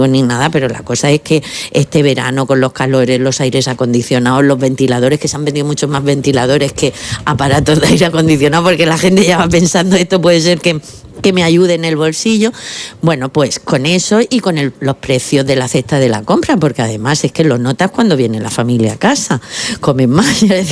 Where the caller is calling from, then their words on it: Cieza, Region of Murcia, Spain; soy de Cieza, que también saludo, aprovecho para saludar a mis paisanos.